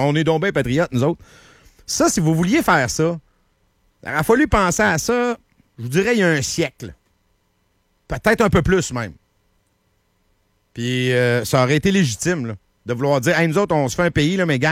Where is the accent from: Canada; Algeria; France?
Canada; Nous autres, on n'est pas comme ça, on est des Canadiens, nous autres.